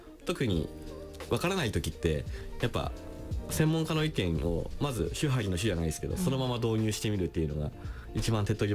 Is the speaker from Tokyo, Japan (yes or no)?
no; Ishikawa, Japan; 石川県出身なんですけど、それで服を好きになって金沢まで服を見に行くようになって